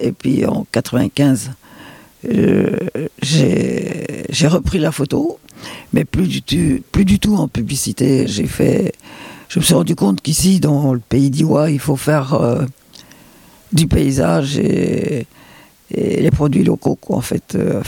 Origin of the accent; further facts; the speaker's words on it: Belgium; now in Châtillon, France; Je suis belge aussi, il n'est pas fait. Et voilà. Moi, j'étais à l'internat en Belgique, très jeune, à partir de 8 ans jusqu'à mes 20 ans.